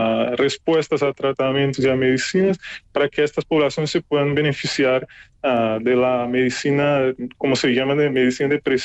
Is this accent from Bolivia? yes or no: no; Brazil; Spanish is a second language; moved away; investigadores que son de Latinoamérica, como yo también, que soy de Brasil